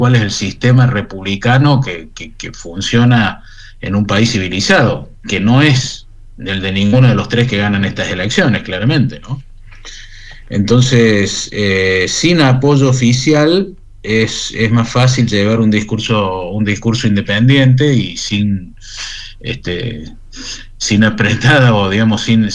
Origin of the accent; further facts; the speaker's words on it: Córdoba, Argentina; que soy cordobés